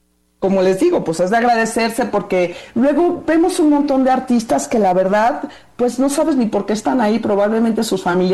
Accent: Mexico City, Mexico; soy chilanga y he vivido en esta ciudad, no solamente en este país, toda mi vida

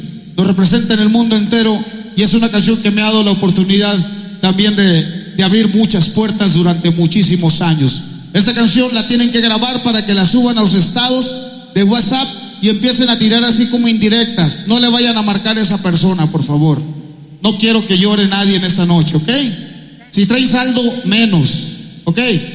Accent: Mexico; born there; Yo me siento orgulloso de haber nacido en este país tan hermoso y me siento orgulloso de mis raíces

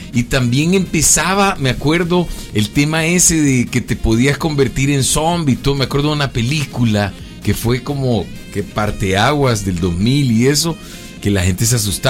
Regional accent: El Salvador; Aquí somos mochileros los salvadoreños.

